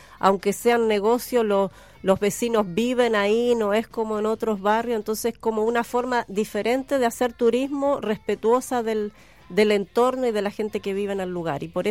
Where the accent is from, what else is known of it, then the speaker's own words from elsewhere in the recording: Uruguay; moved away as an adult; now in Chile; Yo soy uruguaya y llegué hace muchos años a Chile, y fue una de las primeras ciudades que conocí y me encantó. Además, viviendo en Santiago, extrañaba mucho el mar, que era lo que yo tenía toda mi vida en Uruguay